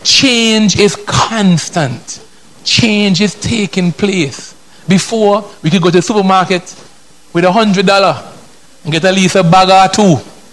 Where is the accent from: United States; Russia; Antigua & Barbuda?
Antigua & Barbuda; I'm from Antigua.